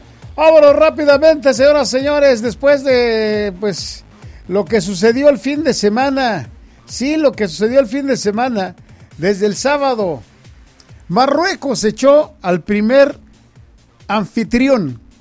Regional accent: Mexico; de los que somos mexicanos. Me incluyo, lógicamente.

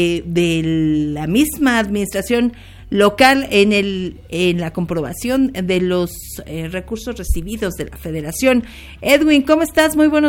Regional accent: Mexico City, Mexico; now in Tlaxcala, Mexico; Pues sí, soy migrante, Eric. Ah, sí, tú sí, ¿verdad? Del mismo país, por supuesto, llegué hace ya algunas décadas de la Ciudad de México y muy agradecida con Tlaxcala por recibirme

